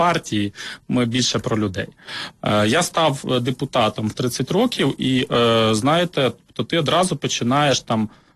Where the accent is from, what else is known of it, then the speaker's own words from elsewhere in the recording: Mykolaiv Oblast, Ukraine; born there; moved away as an adult; also born or lived in Hlukhiv, Sumy Oblast, Ukraine / Kyiv, Ukraine; Потім батьки мої переїхали на Миколаївщину, в село, де вся батькова родина, де мій батько народився. Там народилися мої брат і сестра. Але це північна частина Миколаївщини. Потім я там закінчив школу